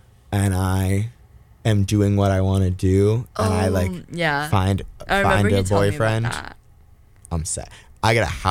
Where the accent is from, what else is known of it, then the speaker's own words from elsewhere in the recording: Cleveland, Ohio, United States; now in Pennsylvania, United States; I was raised in Cleveland, Ohio. I now kind of live in Pennsylvania full time.